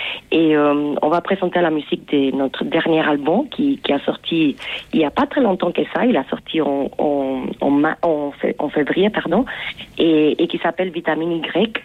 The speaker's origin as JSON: {"language": "French", "country": "Cuba", "tie": "born or raised there", "moved": "yes", "said": "Et Inor, on est les deux Cubains. Et on a étudié en fait à l'école ensemble quand on était enfants à Cuba."}